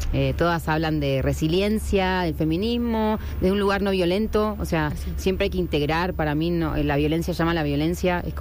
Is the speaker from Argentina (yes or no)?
yes; Argentina; moved away as an adult; also born or lived in Germany; yo soy argentina, como pueden ver.